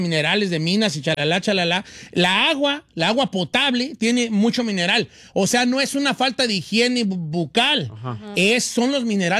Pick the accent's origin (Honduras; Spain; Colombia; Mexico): Mexico; quería que le preguntaran a su compañero peruano si cuando dicen, soy de Perú, y nosotros los mexicanos decimos, ¡ay, la señorita Laura!